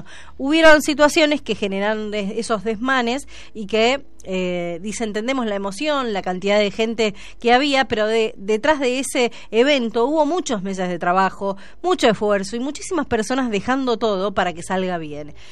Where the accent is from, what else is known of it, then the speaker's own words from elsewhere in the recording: Argentina; estas cosas que nos queda como argentinos